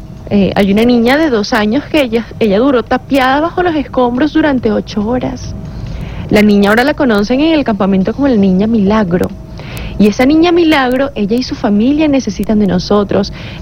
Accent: Caracas, Capital District, Venezuela; como caraqueños, tenemos esos recuerdos bonitos de La Guaira.

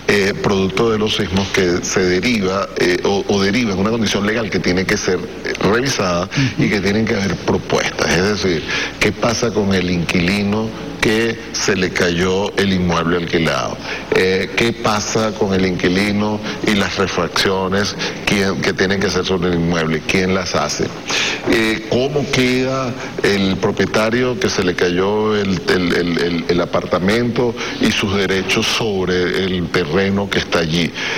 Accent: Venezuela; como venezolanos debemos debemos respaldar.

